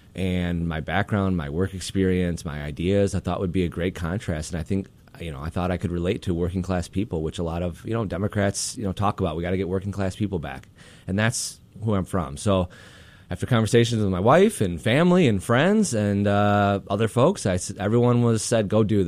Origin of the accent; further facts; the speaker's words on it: Rockford, Illinois, United States; I am from the Rockford area. I've actually lived in Central Illinois for a handful of years as well. But I am from a working class family, just people who come from nothing.